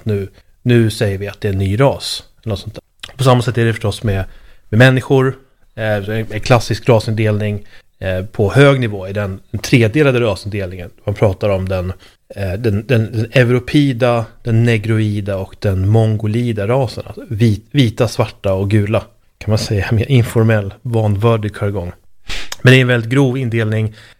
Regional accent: Sweden

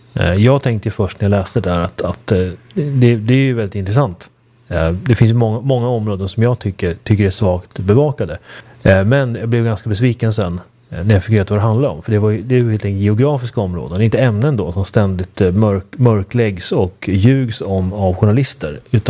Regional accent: Uppsala County, Sweden; mitt hemlän till exempel, Uppsala län

